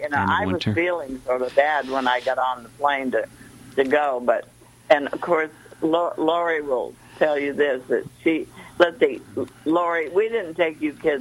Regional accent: Illinois, United States; and he's from Oklahoma, and I'm from Illinois.

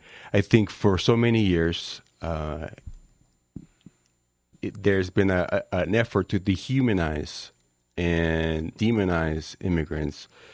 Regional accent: Ciudad Juárez, Chihuahua, Mexico; born there; first language Spanish; English is a second language; also born or lived in El Paso, Texas, United States; I was born in Juarez, so not too far from here. And I grew up on both sides of the border, really

